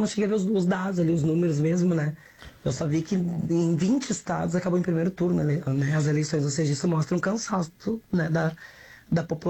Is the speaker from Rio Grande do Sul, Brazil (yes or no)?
yes; Novo Hamburgo, Rio Grande do Sul, Brazil; Eu fui criado em Novo Hamburgo, né?